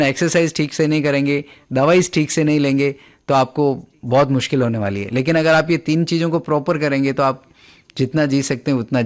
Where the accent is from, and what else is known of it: Rajasthan, India